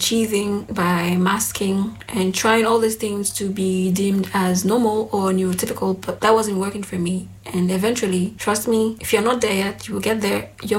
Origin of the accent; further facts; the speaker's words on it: Nigeria; accent: Nigerian; moved away as an adult; also born or lived in Greece; now in Germany; I'm from Nigeria. I lived in Nigeria up until I was 18 years old, and then I moved to Greece. I lived in Greece for about 4 years, and I recently just moved to Germany.